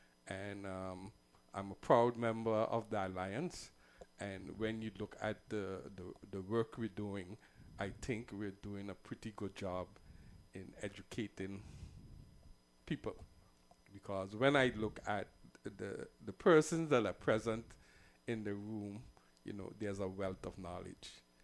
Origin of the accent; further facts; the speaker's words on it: Sint Eustatius, Caribbean Netherlands; I'm from The Rock, St. Eustatius.